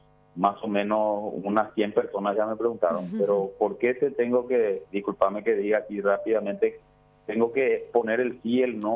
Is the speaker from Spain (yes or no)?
no; Paraguay; a los que somos aquí de Central y de Capital